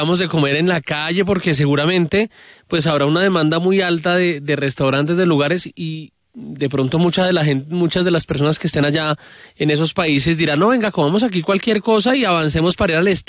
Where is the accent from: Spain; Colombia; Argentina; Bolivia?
Colombia; nosotros como colombianos